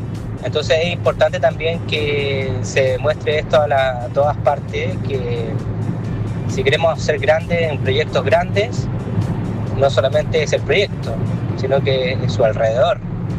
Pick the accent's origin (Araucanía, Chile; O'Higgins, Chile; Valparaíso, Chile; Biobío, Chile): Valparaíso, Chile; Villa Alemana; Bueno, yo soy de Villa Alemana y en Villa Alemana está pasando lo mismo en la bajada Maturana, que es la calle principal, donde está el hospital